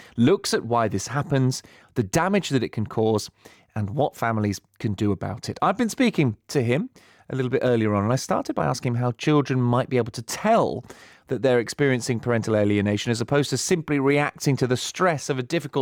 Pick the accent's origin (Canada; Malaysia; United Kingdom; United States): United Kingdom; England; we're so used to it as English football fans. And then to sort of see a situation in America where even if you come last, you're still in the same league the next season. That is quite a strange thing for us.